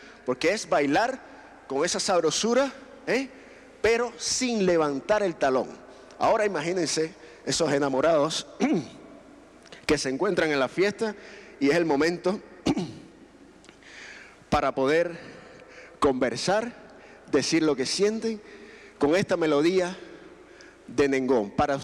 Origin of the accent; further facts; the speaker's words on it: Guantánamo, Cuba; moved away; Ahí en mi tierra de Guantánamo